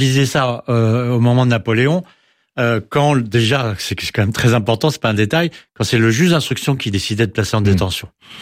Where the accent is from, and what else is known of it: Versailles, Île-de-France, France; born or raised there; also born or lived in Paris